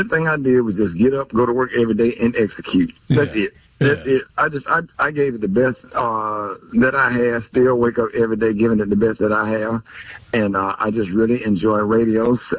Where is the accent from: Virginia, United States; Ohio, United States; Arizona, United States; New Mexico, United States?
Ohio, United States; Cleveland; moved away; My whole childhood was spent in Cleveland, man.